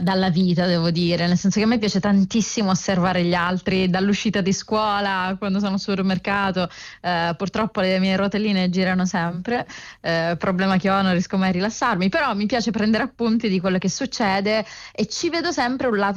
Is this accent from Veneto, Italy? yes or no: no; Catania, Sicily, Italy; now in Milan, Italy; Allora, io sono siciliana, okay. Catania.